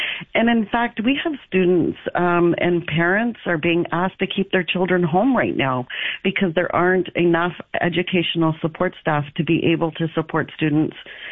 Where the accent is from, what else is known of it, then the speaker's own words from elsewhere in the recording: Windsor, Ontario, Canada; And right now, I come from Windsor. I'm from the Greater Essex County District School Board.